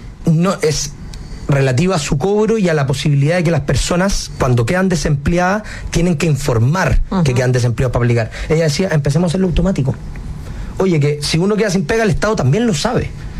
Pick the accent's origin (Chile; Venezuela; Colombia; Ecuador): Chile; San Vicente de Tagua Tagua, O'Higgins; Yo soy San Vicente de Aguatagua.